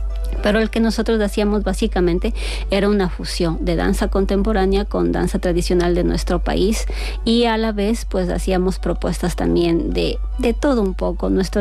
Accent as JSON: {"language": "Spanish", "country": "Ecuador", "said": "nuestro país"}